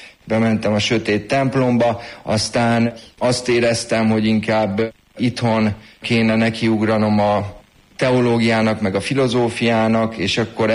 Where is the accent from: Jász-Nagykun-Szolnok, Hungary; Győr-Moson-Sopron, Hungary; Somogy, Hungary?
Győr-Moson-Sopron, Hungary; Sopron; Soproni származású vagyok